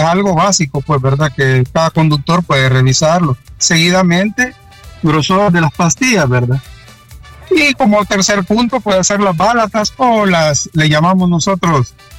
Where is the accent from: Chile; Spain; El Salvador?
El Salvador; Sino que como salvadoreño, nosotros, ¿verdad?, decimos, o sea, como es el lema, ¿verdad?, prevenir es avanzar.